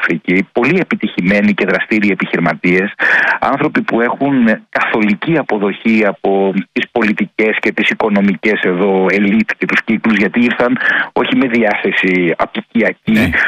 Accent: Greece; εμείς ως Ευρωπαίοι, αλλά και ως Έλληνες, έχουμε ζήσει στο πετσί μας

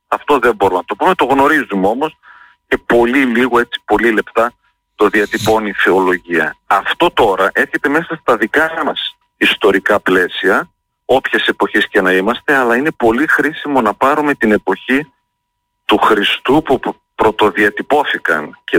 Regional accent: Greece; ως Έλληνες και Ορθόδοξοι

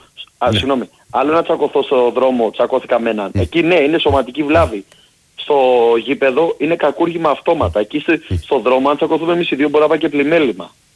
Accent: Greece; Αλλά το θέμα είναι ότι εγώ, σαν Έλληνας πολίτης, όταν το βλέπω αυτό και εγώ θα πάω στο γήπεδο

